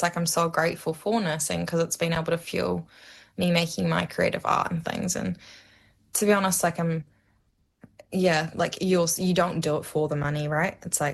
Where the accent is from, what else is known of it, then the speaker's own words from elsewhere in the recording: Amsterdam, North Holland, Netherlands; moved away; I am from Holland